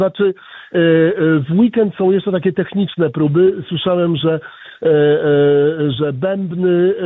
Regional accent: Prudnik, Opole Voivodeship, Poland; born there; ja się urodziłem w Prudniku na Opolszczyźnie

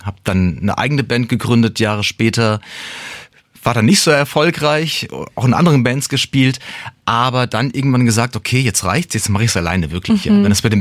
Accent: Frankfurt, Hesse, Germany; born or raised there

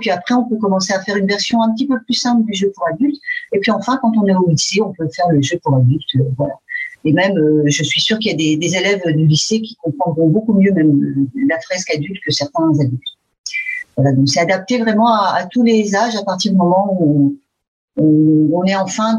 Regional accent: France; now in Frankfurt, Germany; Je suis française et je vis à Francfort-sur-le-Main depuis 8 à 9 ans.

